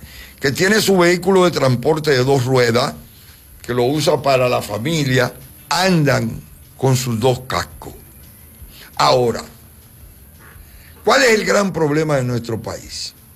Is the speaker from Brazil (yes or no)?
no; Dominican Republic; Y ustedes saben cómo somos los dominicanos, que desde que nos dan un puestecito, creemos que somos expertos y líderes de verdad.